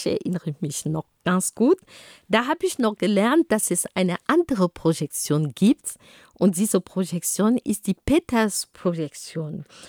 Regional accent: Cameroon; Da, wo ich herkomme, ist es gut, ist es schön. Aber es gibt auch woanders, wo es auch gut und schön und auch groß sind. Ich erinnere mich gerade an eine Landkarte, die ich bei mir zu Hause, als ich in Kamerun war, hatte.

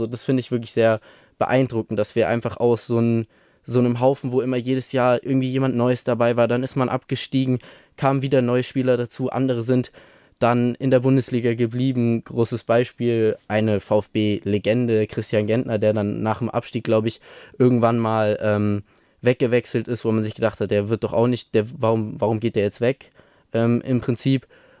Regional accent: Stuttgart, Baden-Württemberg, Germany; born there

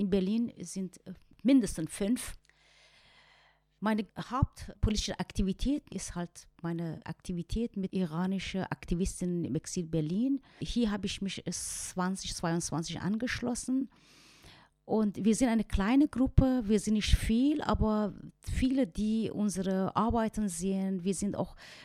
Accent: Iran; wenn ich als Iranerin darauf verzichten muss, wo ist es mein Herzblut, meine Verwandten, meine Mutter ist

